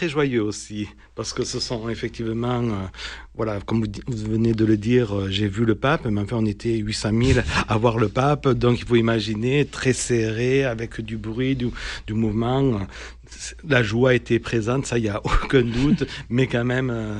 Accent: Marseille, Provence-Alpes-Côte d'Azur, France; en tant que bon Marseillais

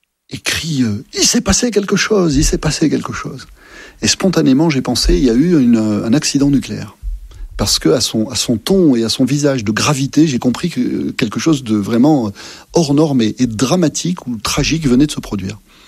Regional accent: Massif Central, France; Puis bon, vous savez, moi je suis originaire du Massif Central, alors j'aime beaucoup la capitale, hein, mais c'est quand même pas mon milieu naturel.

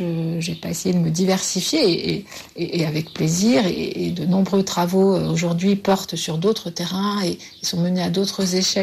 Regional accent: Chalon-sur-Saône, Bourgogne-Franche-Comté, France; Je suis originaire de Chalon-sur-Saône, comme tous les membres de ma famille, en fait, mes grands-parents, etc. Donc il y a un fort ancrage chalonnais

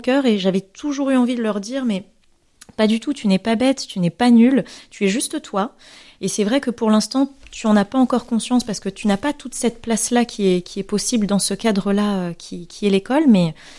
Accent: Madagascar; born there; also born or lived in Alsace / Indian Ocean; je suis née à Madagascar, mais j'ai beaucoup voyagé ensuite entre l'Alsace et l'océan Indien

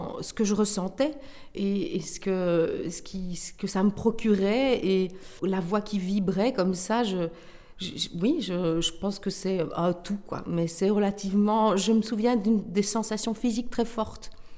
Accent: Verviers, Wallonia, Belgium; je suis née à Verviers, oui. Comme

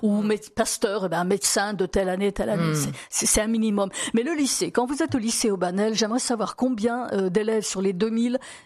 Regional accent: Algeria; born there; Pourtant, je suis née en Algérie, mais Mistral, on connaissait aussi là-bas.

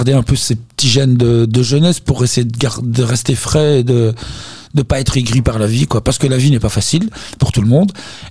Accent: Belgium; Alors j'ai vécu mon enfance en Belgique, je suis né en Belgique

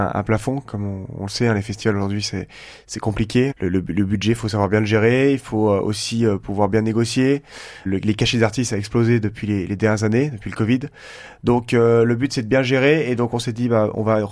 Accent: Pélussin, Auvergne-Rhône-Alpes, France; Nous, on est de Pélussin, principalement, des côtes d'arrêt pour Marine.

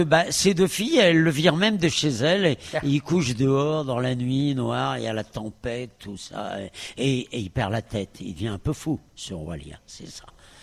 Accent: Paris, Île-de-France, France; born there; De Paris. Moi, je suis parisien au départ.

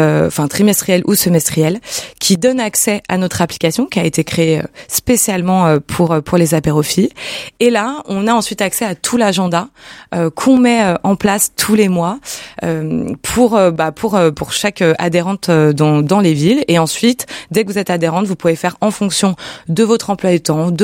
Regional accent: Lyon, Auvergne-Rhône-Alpes, France; moved away as an adult; also born or lived in Paris; je suis lyonnaise d'origine, je suis née à Lyon, j'ai grandi à Lyon, j'ai fait un petit passage à Paris pendant 6 ans pour le travail

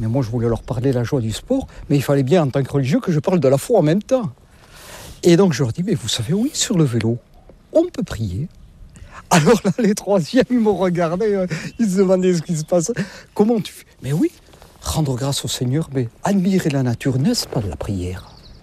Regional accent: Saint-Vincent-de-Paul, Nouvelle-Aquitaine, France; Avec mon accent, je ne suis pas du nord de la Loire, hein, non. Je suis des Landes, hein, du pays de Saint-Vincent-de-Paul.

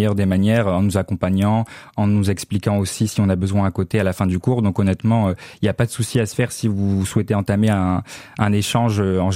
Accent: France; j'étais Erasmus, que je venais de France

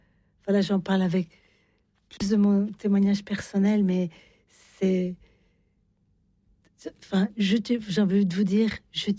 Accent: France; Enfin, je suis française aussi

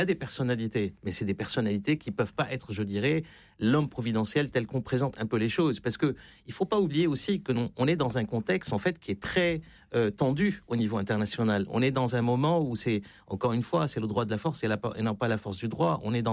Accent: France; Donc, on a un peu manger notre chapeau aussi en tant que Français.

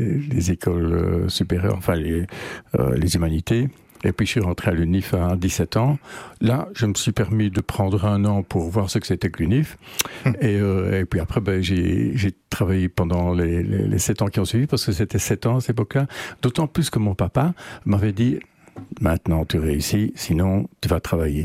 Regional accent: Hasselt, Flanders, Belgium; also born or lived in Landen / Brussels; mon papa étant militaire, donc j'ai grandi à Hasselt, Landen, Bruxelles

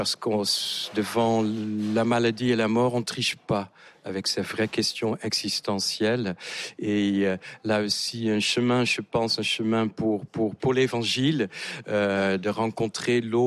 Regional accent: Netherlands; French is a second language; moved away as an adult; now in France; Tout à fait, que je n'ai pas perdu depuis les 35 ans que je suis en France. Je suis néerlandais et donc venu il y a 35 ans en France.

